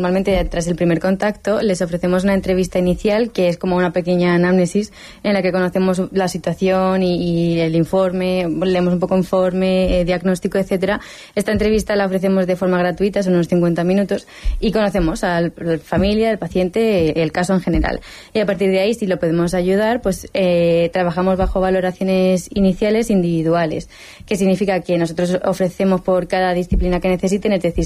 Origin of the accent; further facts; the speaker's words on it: Castilla-La Mancha, Spain; yo de un pueblo de Toledo, cerca de Torrijos.